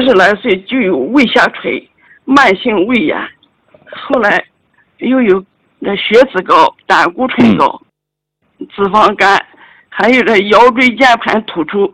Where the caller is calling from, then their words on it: Taiyuan, Shanxi, China; 我是来自山西的太原的一名学员， … 今年66岁，我是1960年农历8月26日巳时出生